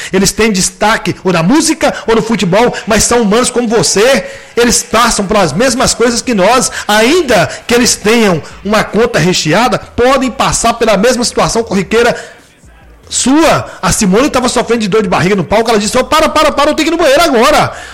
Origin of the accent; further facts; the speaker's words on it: Brazil; mas eu sou brasileiro, velho.